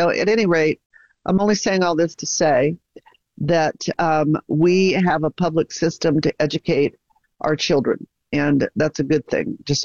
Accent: United States; we Americans

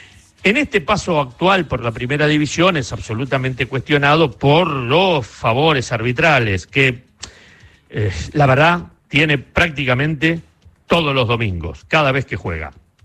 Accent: Argentina; programa se me habla mucho de Argentina porque yo soy argentino.

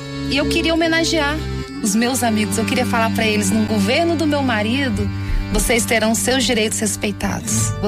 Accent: Ceilândia, Federal District, Brazil; Eu tenho 44 anos, nasci aqui em Brasília, cresci na Ceilândia

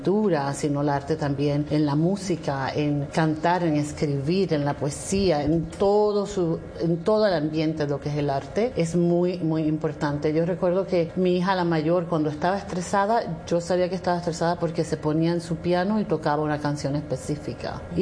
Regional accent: Puerto Rico; Yo como puertorriqueña te digo que creo que el puertorriqueño es bien creativo

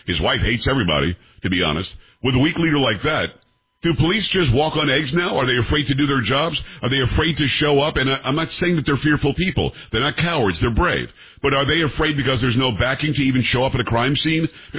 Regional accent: Copiague, New York, United States; also born or lived in Amityville; I mean, I grew up in Copaig from Amityville originally. As I said, my grandfather was the fire chief in Belmore. So as the crow flies, about 20 minutes from New York City. We were in Metro New York.

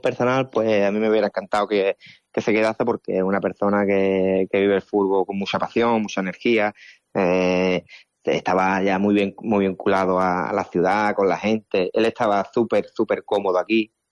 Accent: Algeciras, Andalusia, Spain; la mezcla de veteranos que somos de aquí de Algeciras

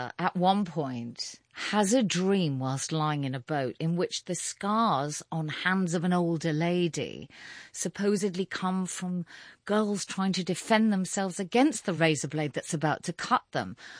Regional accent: Sudan; growing up in Sudan, you often saw grandmothers making major life decisions on behalf of teenagers

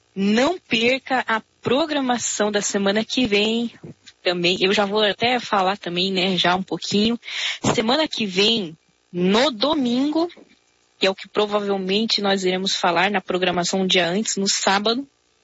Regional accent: Curitiba, Paraná, Brazil; para nós aqui também, né, incluindo eu, né, que somos aqui de Curitiba, também das regiões metropolitanas aqui da Grande Curitiba aqui

